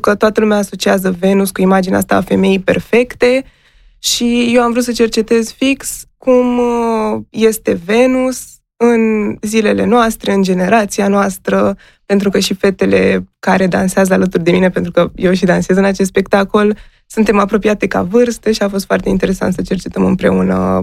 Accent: Craiova, Dolj, Romania; now in Bucharest, Romania; Eu m-am mutat din Craiova în București și...

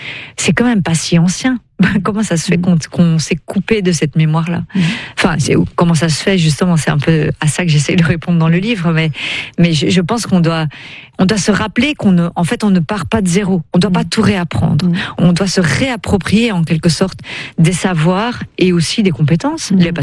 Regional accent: Belgium; je parle en tant que Belge

